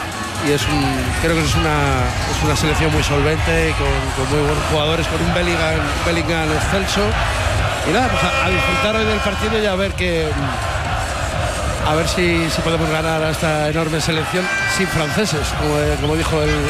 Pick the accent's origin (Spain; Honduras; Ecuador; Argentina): Spain; Bilbao, Basque Country; Soy de Bilbao